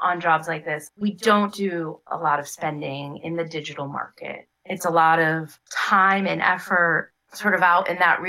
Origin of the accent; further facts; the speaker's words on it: Worcester, Massachusetts, United States; which happened to be Worcester, Massachusetts. that also happens to be my hometown.